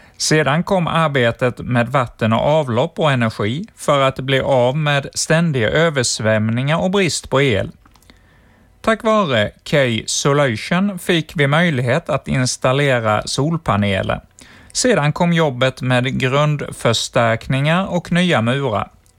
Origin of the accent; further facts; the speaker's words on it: Brazil; Swedish is a second language; Jag som brasilianare borde vara van vid hettan, men under mina år i Sverige har jag börjat älska hösten.